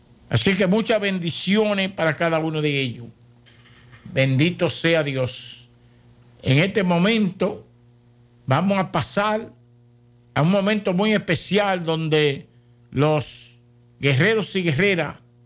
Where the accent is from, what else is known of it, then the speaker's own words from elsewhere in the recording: Moca, Espaillat, Dominican Republic; born there; esa comunidad donde yo nací, en Amaseye Santa Eduiges, Amaseye Moca